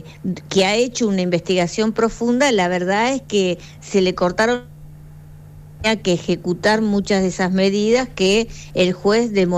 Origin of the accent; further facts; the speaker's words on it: Argentina; los argentinos tengamos un jefe de gabinete